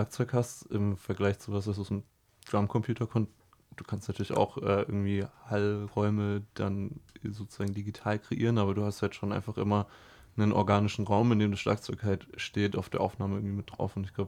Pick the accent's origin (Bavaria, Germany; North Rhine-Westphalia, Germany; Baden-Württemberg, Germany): Baden-Württemberg, Germany; Heidelberg; born or raised there